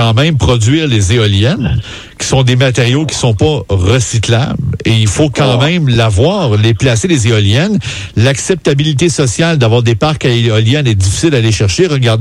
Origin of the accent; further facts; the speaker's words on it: Quebec, Canada; On l'a chez nous au Québec.